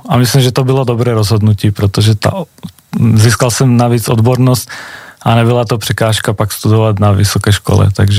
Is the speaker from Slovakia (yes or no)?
yes; Slovakia; Czech is a second language; now in Czech Republic; jsem teda Slovák